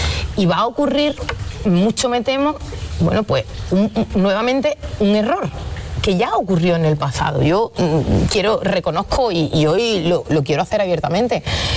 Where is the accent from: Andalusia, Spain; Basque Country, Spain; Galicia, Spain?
Andalusia, Spain; Arcos de la Frontera; a mí me gustaría que mi pueblo saliese en la prensa. Uh-huh. Y es que la Cámara de Cuentas acusa al Ayuntamiento de Arcos de ser de los ayuntamientos